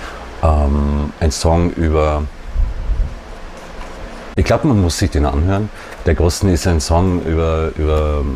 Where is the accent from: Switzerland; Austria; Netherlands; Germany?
Austria; Burgenland; weil ich bin ja aus dem Burgenland.